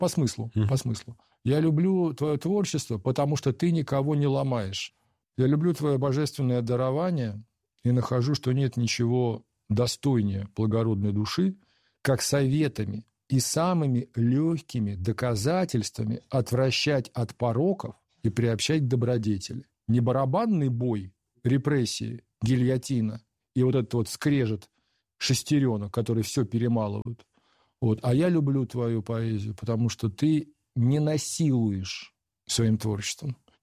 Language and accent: Russian; Russia